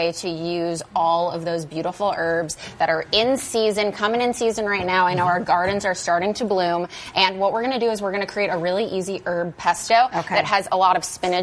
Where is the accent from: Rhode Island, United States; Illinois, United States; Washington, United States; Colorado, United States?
Illinois, United States; Chicago; Much cheese. Chicago.